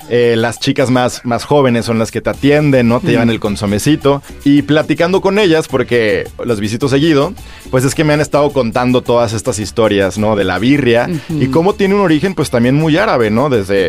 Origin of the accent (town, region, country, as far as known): Mexico